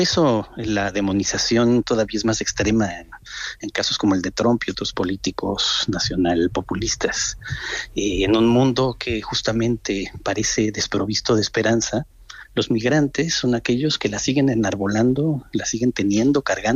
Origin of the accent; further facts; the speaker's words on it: Mexico; now in Madrid, Spain; soy mexicano y español y vivo en Madrid.